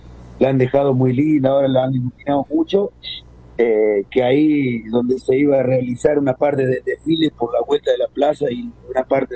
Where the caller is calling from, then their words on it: Fortuna, San Luis, Argentina; A nosotros acá en Fortuna no